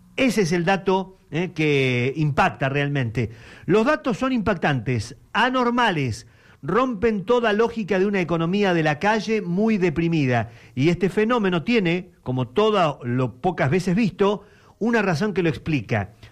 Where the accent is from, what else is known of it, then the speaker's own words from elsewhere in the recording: Esquel, Chubut, Argentina; uno acá piensa en Robert y piensa en Gaiman, Dolabon, en el Valle, y dice, no … de Esquel.